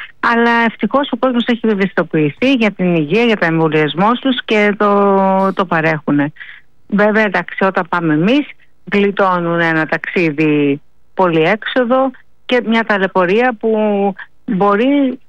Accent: Filoti, South Aegean, Greece; Από το Φιλότι στην Άξου

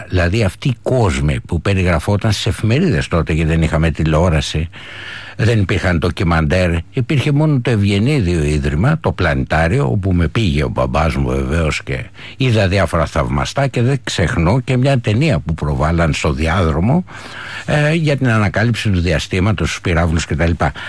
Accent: Athens, Attica, Greece; Έπαιρνα λοιπόν το 9 το τρόλεϊ Κυψέλη Παγκράτη, γιατί γεννήθηκα και μεγάλωσα στην Κυψέλη

